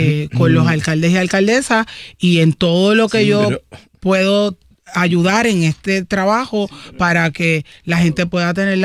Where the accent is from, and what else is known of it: Gurabo, Puerto Rico